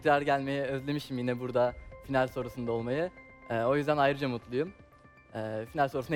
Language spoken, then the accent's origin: Turkish; Adana, Turkey; now in Istanbul, Turkey; İstanbul Tıp Fakültesi 4. sınıf öğrencisiyim. 2000 doğumluyum, 21 yaşındayım. Doğma büyüme Adanalıyım. Aslen Diyarbakırlıyım.